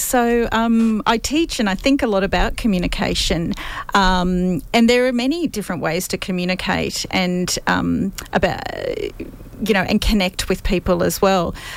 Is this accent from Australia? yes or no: yes; Queensland, Australia; I grew up in Queensland myself, in the southern end of the Great Barrier Reef.